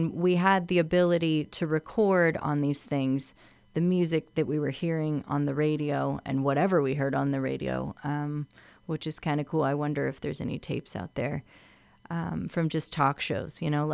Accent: San Antonio, Texas, United States; I am from San Antonio, the land of covers

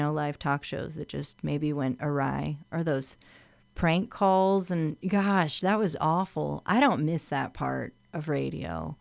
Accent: San Antonio, Texas, United States; I am from San Antonio, the land of covers

